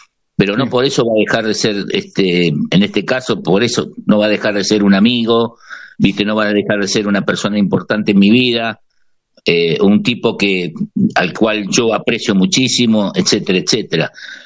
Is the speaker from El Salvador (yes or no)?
no; Argentina; De lo que somos los argentinos